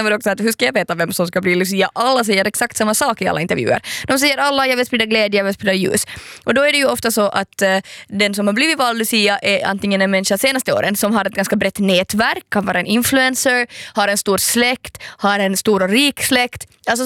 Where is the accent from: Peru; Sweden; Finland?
Finland; Ostrobothnia; jag är ju uppvuxen i Österbotten.